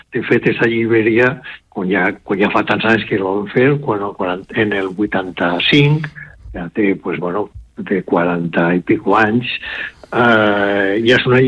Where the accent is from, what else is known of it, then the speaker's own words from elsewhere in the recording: Burjassot, Valencian Community, Spain; soc de Burjassot, poble de l'Horta Nord.